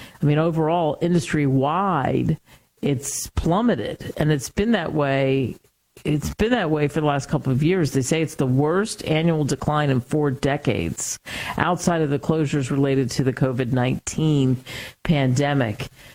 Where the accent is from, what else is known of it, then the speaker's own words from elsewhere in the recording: New Jersey, United States; also born or lived in California; When I grew up outside of Philly, really in South Jersey